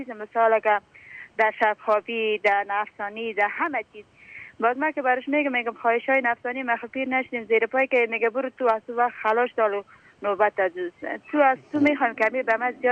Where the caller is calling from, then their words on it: Kabul, Afghanistan; ما از کابل هستیم